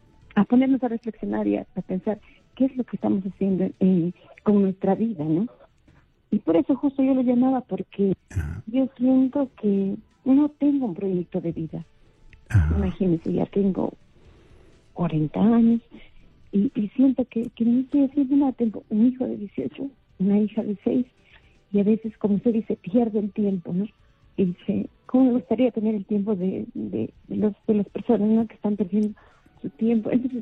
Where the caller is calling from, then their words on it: Bambamarca, Cajamarca, Peru; Estoy llamando desde Cajamarca.